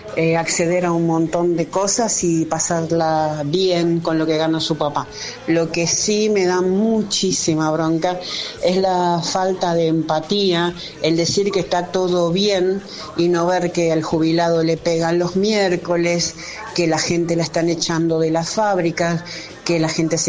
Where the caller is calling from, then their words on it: Avellaneda, Buenos Aires Province, Argentina; de Avellaneda.